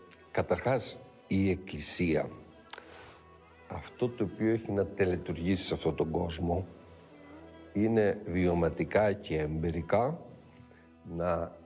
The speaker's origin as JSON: {"language": "Greek", "country": "Greece"}